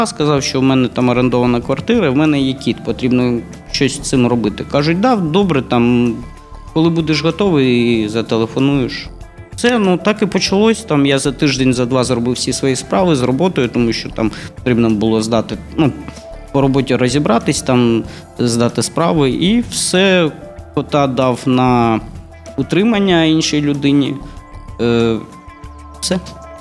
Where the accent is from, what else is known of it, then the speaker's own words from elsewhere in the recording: Mariupol, Donetsk Oblast, Ukraine; moved away as an adult; also born or lived in Odesa; Народився, вираз в місті Маріуполі.